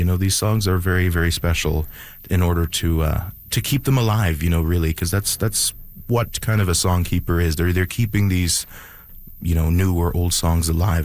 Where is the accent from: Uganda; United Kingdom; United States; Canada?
Canada; Sucker Creek, Alberta; I'm from Sucker Creek, but Big Stone is, I have lots of family from there.